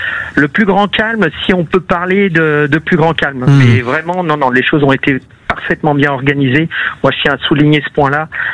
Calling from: Île-de-France, France; Moi, je suis en Île-de-France

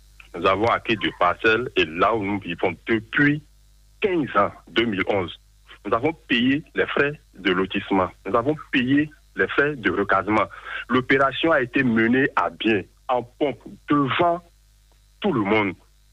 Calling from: Adjohoun, Ouémé, Benin; Hein. Je vous appelle d'Adjoum.

